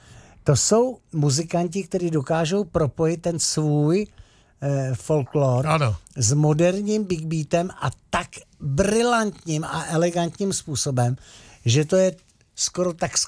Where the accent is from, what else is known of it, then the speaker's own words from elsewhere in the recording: Moravian Wallachia, Czechia; Já jsem taky Valach